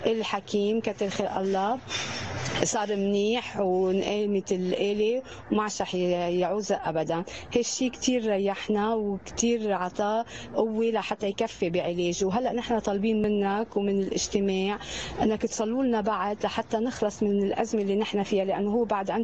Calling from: Beqaa, Lebanon; أنا مواطنة من البقاع، من لبنان،

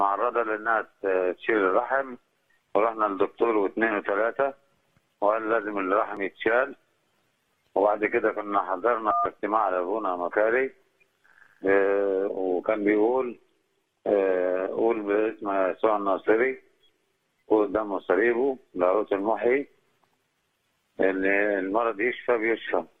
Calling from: Cairo, Cairo Governorate, Egypt; بتكلم من القاهرة.

